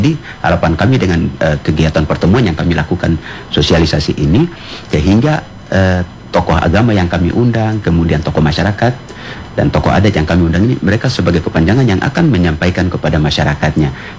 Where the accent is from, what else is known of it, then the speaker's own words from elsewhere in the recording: Papua, Indonesia; Jadi ya, khusus kita Papua, kalau stigma untuk KB ini memang sangat besar, sehingga ini ada tantangan besar bagi kami.